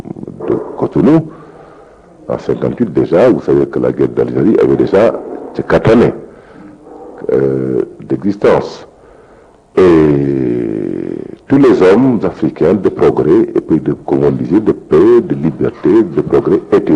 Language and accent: French; Rufisque, Dakar, Senegal; à Rufisq, dans ma ville natale.